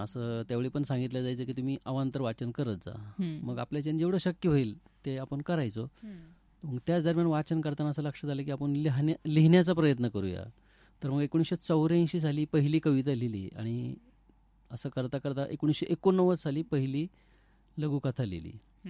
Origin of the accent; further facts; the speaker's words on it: Bhingar, Maharashtra, India; माझं बालपण भिंगारमध्ये गेलं आणि अत्यंत छानशा वातावरणामध्ये गेलं. मंदिर, राम मंदिर, विठ्ठल मंदिर, अशा ह्या वातावरणामध्ये भजनाचे स्वर ऐकू यायचे